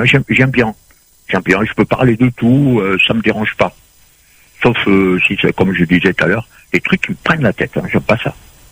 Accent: Réunion, France; now in Bordeaux, France; Je suis parti de la Réunion, il devait faire une petite trentaine de degrés. Et je suis arrivé à Bordeaux, il y avait de la neige. C'est la première fois de ma vie que je voyais la neige.

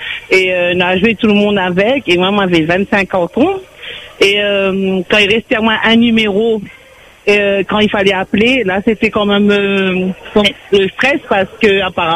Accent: Saint-Louis, Réunion; La rivière Saint-Louis.

